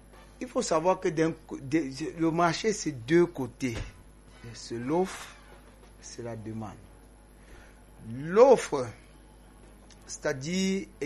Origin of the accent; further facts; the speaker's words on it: Cameroon; chez nous au Cameroun